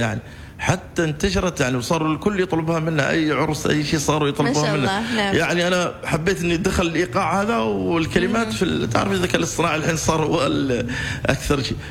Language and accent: Arabic; Oman; هذا شيء يشرفنا كلنا كعمانيين